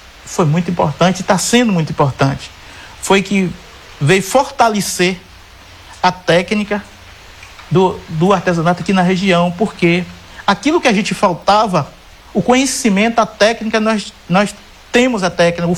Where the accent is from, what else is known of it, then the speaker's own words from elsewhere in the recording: Ituberá, Bahia, Brazil; E de onde? Eu sou de Ituberá.